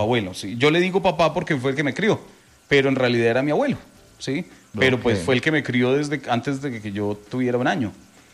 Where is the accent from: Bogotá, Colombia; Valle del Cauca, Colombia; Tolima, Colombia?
Tolima, Colombia; mi papá y mi mamá son de sangre boyacense. O sea, yo soy del Tolima, pero tengo sangre de Boyacá también.